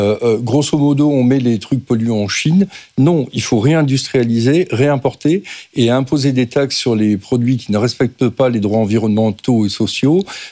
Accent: Grand Est, France; moi je suis alsacien

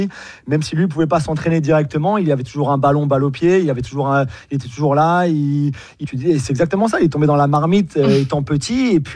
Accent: Paris, Île-de-France, France; je suis Parisien aussi

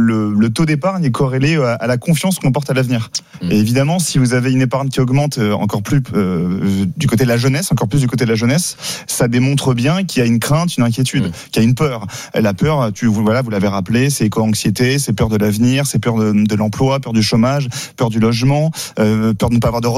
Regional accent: France; rappelons-nous que nous sommes français et les Français, fiers comme nous sommes, avons coupé la tête du roi.

